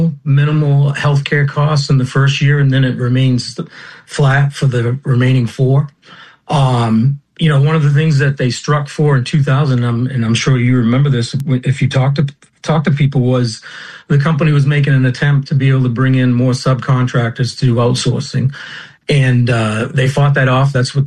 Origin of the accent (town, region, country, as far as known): Bath, Maine, United States